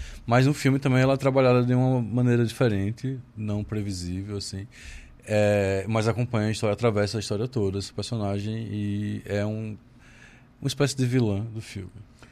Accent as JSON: {"language": "Portuguese", "town": "Arapiraca", "region": "Alagoas", "country": "Brazil", "tie": "born or raised there", "said": "Assim, eu nasci e cresci em Arapiraca."}